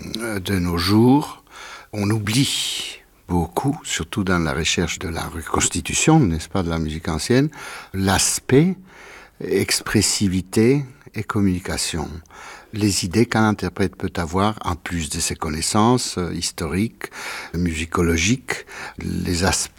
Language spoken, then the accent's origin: French; Colombia; Et malheureusement, il n'y avait pas de clavecin chez nous, en Colombie, à l'époque.